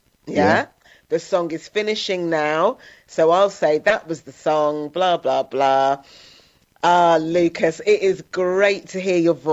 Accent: Coventry, West Midlands, United Kingdom; also born or lived in London; now in Frome, United Kingdom; I come from Coventry originally, spent 35 years in London, and then moved to Froome just 7 months ago. But I will always say I'm from Coventry.

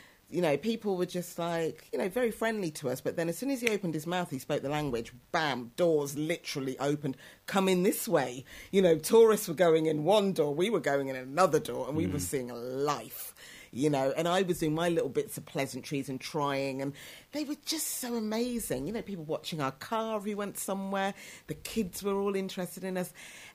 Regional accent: Coventry, West Midlands, United Kingdom; moved away; I'm an only child. I was brought up in Coventry.

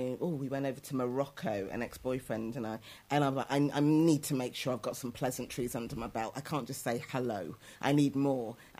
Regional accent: Coventry, West Midlands, United Kingdom; moved away; I'm an only child. I was brought up in Coventry.

